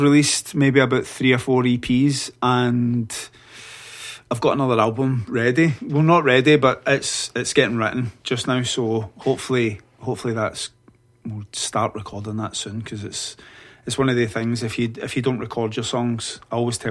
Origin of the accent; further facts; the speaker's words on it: Paisley, Scotland, United Kingdom; now in Glasgow, United Kingdom; I'm a singer-songwriter from... I'm based in Glasgow, but I'm originally from Paisley.